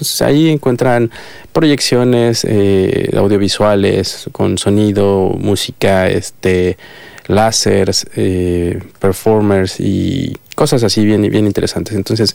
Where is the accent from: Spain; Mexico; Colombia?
Mexico; now in Australia; ¿Qué es lo que más extrañas de México o de esa identidad, que de esa esencia que tenemos como mexicanos al estar aquí en Australia?